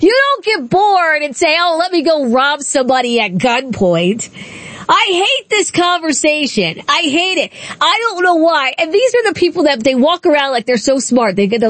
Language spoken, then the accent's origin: English; Accokeek, Maryland, United States; I grew up in Accokeek, Maryland.